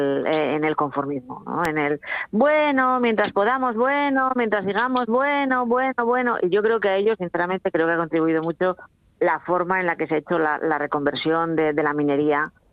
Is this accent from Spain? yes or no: yes; Spain